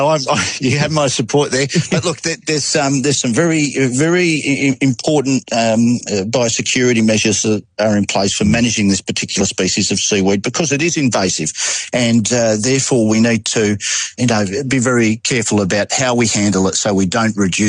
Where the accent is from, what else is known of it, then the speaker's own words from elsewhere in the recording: Australia; I'm an Australian.